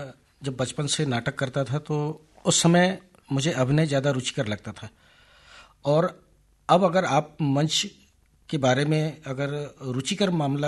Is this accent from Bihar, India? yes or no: no; Bastar, Chhattisgarh, India; moved away as an adult; now in Jagdalpur, India; मैं तो ऐसे मूलतः बस्तर जिले का ही हूँ और मेरी प्रारंभिक शिक्षा बस्तर जिले के नाम से प्रसिद्ध बस्तर ग्राम में ही शिक्षा हुई है, प्राइमरी और मिडिल स्कूल और हाई स्कूल की शिक्षा। उसके बाद मैं नौकरी के सिलसिले से जब जगदलपुर आया